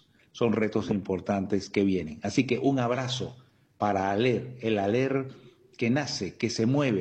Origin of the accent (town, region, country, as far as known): Venezuela